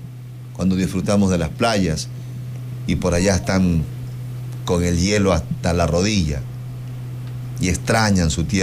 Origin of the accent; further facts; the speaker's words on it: Ecuador; Y ahí también estamos nosotros los ecuatorianos.